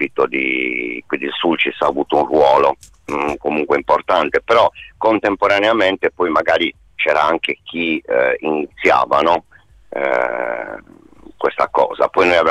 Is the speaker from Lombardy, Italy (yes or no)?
no; Iglesias, Sardinia, Italy; io e Fabio siamo cresciuti a Iglesias, cioè per le strade di Iglesias